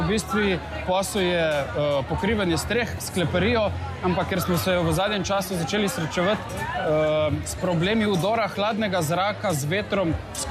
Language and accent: Slovenian; Ajdovščina, Gorizia, Slovenia; Z Ajdovščine.